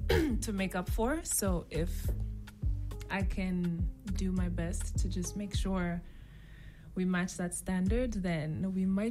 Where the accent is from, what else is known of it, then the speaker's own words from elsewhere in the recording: Budaka, Eastern Region, Uganda; also born or lived in Tororo; my home, my village is Budaka.